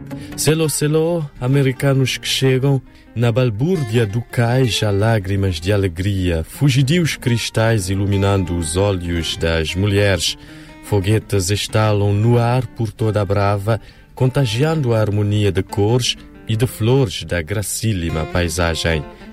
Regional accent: Cape Verde; através dos versos do poeta das coisas simples da minha terra. Pois bem, Arquipélago é uma doce viagem por este Cabo Verde

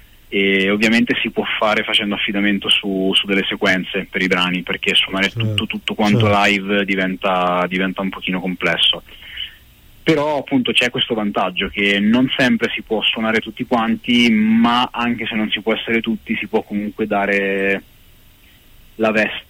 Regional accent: Tuscany, Italy; now in Milan, Italy; No, io sono toscano. Milano ormai da 13 anni più o meno.

